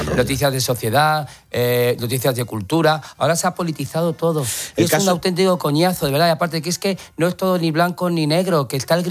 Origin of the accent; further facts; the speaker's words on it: Madrid, Community of Madrid, Spain; soy imagen de mi ciudad, soy madrileño, Madrid no entiende de política, soy madrileño